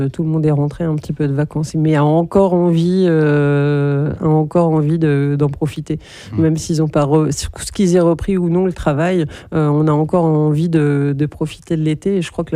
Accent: Normandy, France; quand j'ai grandi dans l'Orne, en fait, il n'y avait pas grand-chose.

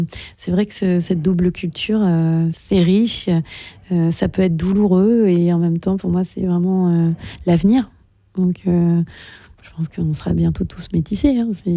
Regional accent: Lisieux, Normandy, France; born there; Alors, moi je suis née à Lisieux, hein, c'est pas très oui. exotique, mais mon papa est de Guadeloupe.

